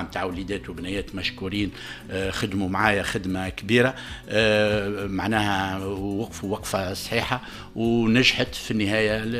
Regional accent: Tunisia; عندنا في تونس

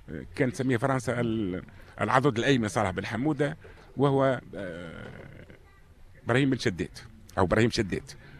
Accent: Tunisia; لنا كتونسيين،

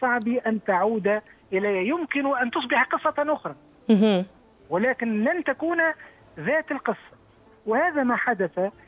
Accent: Tunisia; وأنا كاتب تونسي

